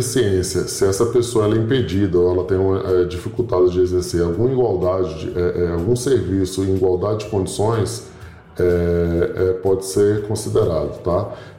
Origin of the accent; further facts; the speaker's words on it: Brasília, Federal District, Brazil; Fui criado em Ceilândia, Riacho Fundo.